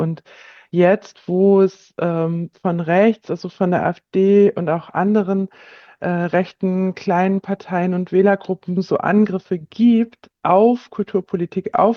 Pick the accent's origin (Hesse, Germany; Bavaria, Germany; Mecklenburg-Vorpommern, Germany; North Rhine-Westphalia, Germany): Mecklenburg-Vorpommern, Germany; Greifswald; Also ich hatte ja gesagt, ich komme aus Greifswald und bin hier auch in einem soziokulturellen Zentrum aktiv